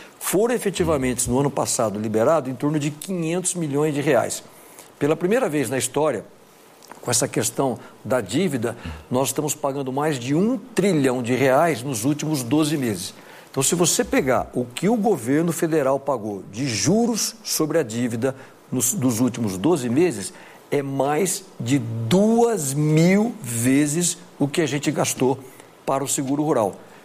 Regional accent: Spain; Portuguese is a second language; Como bom espanhol, vou falar algo aqui que vai ser uma heresia que eu vou falar aqui ao vivo, tá?

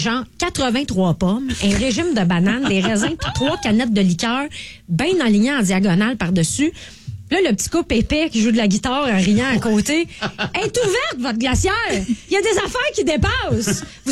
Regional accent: Montreal, Quebec, Canada; je viens de Montréal

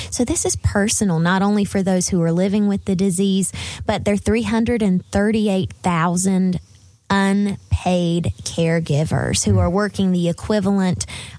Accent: Robeson County, North Carolina, United States; I grew up in Robinson County.

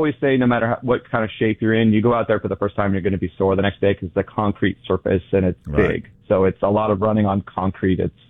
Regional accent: Bay Area, California, United States; now in San Diego, United States; I'm from the Bay Area originally, so I'm a Giants fan.

